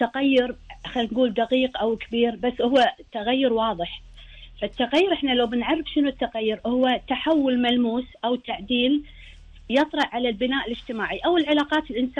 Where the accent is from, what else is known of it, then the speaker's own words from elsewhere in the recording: Kuwait; القيم الدينية عندنا بالكويت متوازنة وثابتة